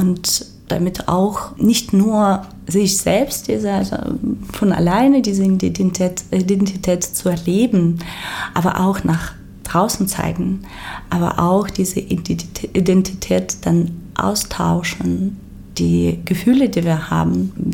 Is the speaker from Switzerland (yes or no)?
no; Ukraine; German is a second language; now in Germany; ich als Ukrainerin, bis ich nach Deutschland gekommen bin